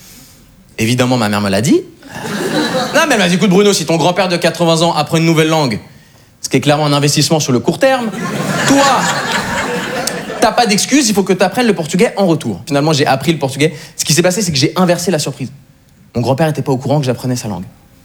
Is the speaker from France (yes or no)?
no; Switzerland; also born or lived in Brazil; en plus d'être suisse, je suis brésilien. Ouais, c'est bizarre, hein. J'ai une tête d'allemand, j'ai grandi en Suisse et j'ai de la famille en Amérique du Sud.